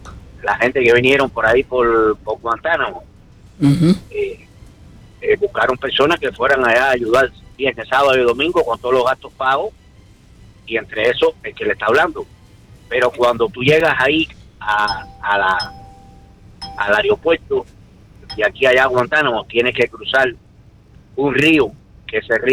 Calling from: Hialeah, Florida, United States

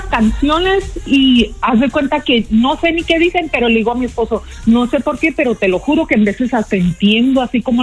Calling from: Mexicali, Baja California, Mexico; De Mexicali.

